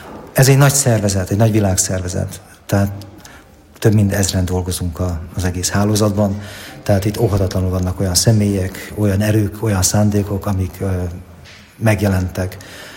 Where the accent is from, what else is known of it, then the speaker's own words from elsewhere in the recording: Hungary; Én azt tudom, hogy tudod, magyarként a nemzetközi térben mindig ilyen kisebbségi komplexusaink vannak.